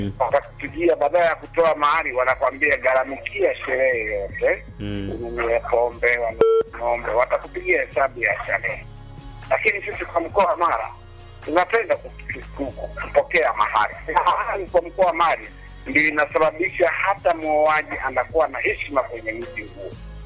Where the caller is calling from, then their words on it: Mara, Tanzania; Sisi kwa mkoa wa Mara tuna kama kabila la Wakuria